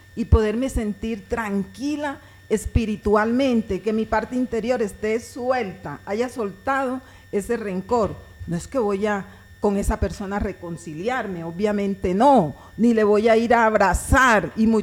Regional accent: Urabá, Colombia; Yo soy del Urabá

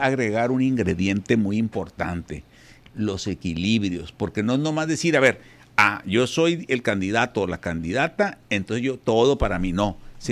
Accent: Mexico; Somos los mismos mexicanos.

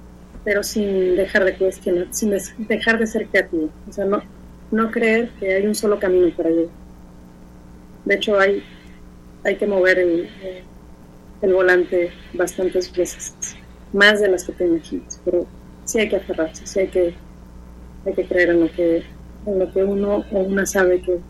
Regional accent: El Grullo, Jalisco, Mexico; moved away; el grullito es mi terruño, es mi hogar, es donde están los recuerdos lindos.

